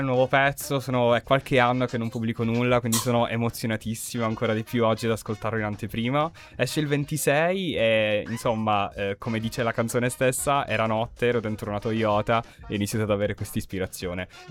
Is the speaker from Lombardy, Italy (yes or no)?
no; Sicily, Italy; Io intanto lo pronuncio Cartagine con due G perché sono siciliano.